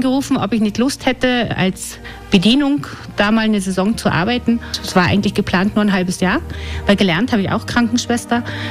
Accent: Kromlau, Saxony, Germany; now in Austria; Ja, eigentlich aus Kromlau. Und da ist gerade so die Grenze Brandenburg-Sachsen. Bin immer wieder gerne in meiner alten Heimat, aber im Lechtal fühle ich mich natürlich auch zu Hause.

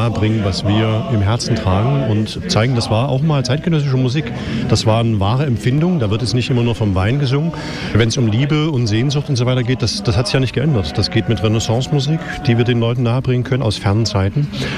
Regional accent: Leipzig, Saxony, Germany; und wir als Leipziger, die wir ja, uns als Botschafter dieser Stadt sehen

